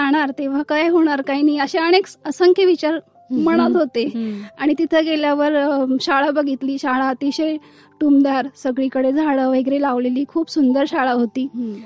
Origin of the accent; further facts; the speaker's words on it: Malegaon, Maharashtra, India; माझं बालपण मालेगाव मध्ये गेलं. मालेगावात माझे वडील महानगरपालिकेत शिक्षक होते